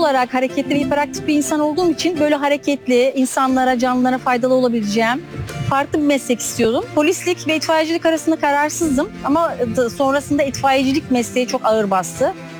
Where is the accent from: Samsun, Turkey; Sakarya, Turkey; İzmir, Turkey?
Sakarya, Turkey; Adapazarı; born there; 1976 Adapazarı Sakarya doğumluyum.